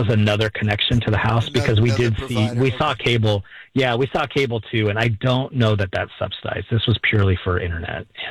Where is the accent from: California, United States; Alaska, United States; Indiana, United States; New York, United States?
Alaska, United States; born there; I was born in Alaska, and I went to school, like a college up in Fairbanks, Alaska.